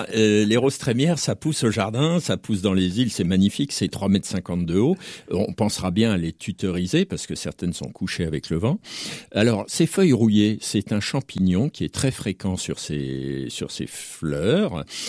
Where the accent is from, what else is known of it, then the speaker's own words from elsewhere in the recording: Hauts-de-France, France; C'est mon origine qui veut ça, hein. Je suis un vrai ch'timi, c'est comme ça.